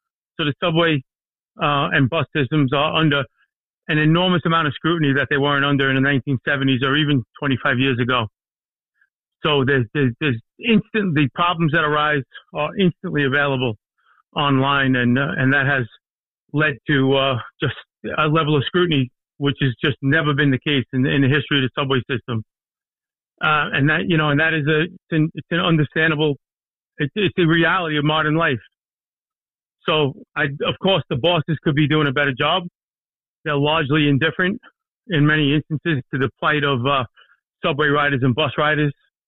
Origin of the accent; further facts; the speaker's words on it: New York City, New York, United States; I'm from a place called Garrison Beach, a largely working class Irish neighborhood in southern Brooklyn. I still live here. I live right where my father grew up. Same address, same spot.